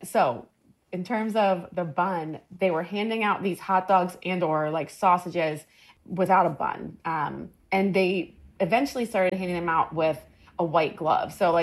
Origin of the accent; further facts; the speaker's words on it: Maryland, United States; Like me growing up in Maryland, those were always the things, a hot dog or a hamburger.